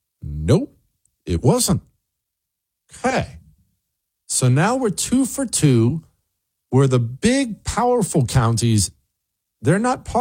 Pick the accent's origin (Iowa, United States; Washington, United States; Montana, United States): Montana, United States; Bozeman; Montana. I grew up in Bozeman. Now, it's not the biggest city in Montana, but it's one of them.